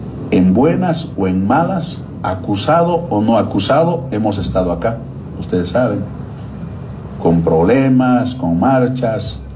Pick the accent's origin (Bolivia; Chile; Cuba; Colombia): Bolivia; Quechua area; Yo soy campesino, yo soy indígena, yo soy quechua.